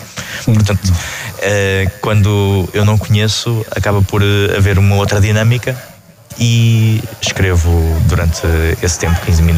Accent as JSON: {"language": "Portuguese", "town": "Leiria", "region": "Centro", "country": "Portugal", "said": "Eu sou daqui, sou de Leiria, sou dos Magazes, portanto, não sou de muito longe."}